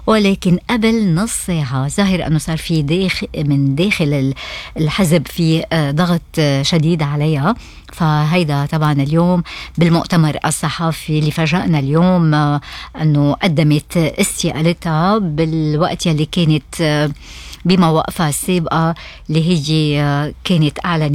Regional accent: Lebanon; now in Australia; فترة الحرب الأهلية عنا بلبنان

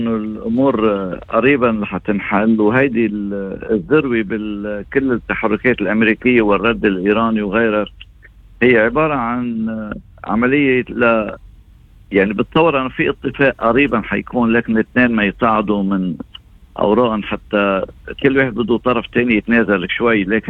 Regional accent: Lebanon; نحن اللبنانيين

